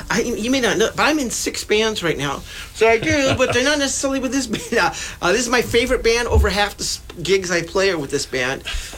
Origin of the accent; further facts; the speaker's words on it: Sacramento, California, United States; born there; No, I was born in Sacramento.